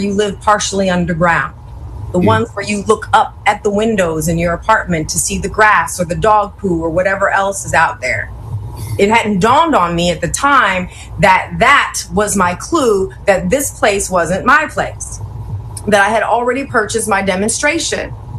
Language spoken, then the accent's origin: English; Bucks County, Pennsylvania, United States; moved away; where I grew up in Bucks County.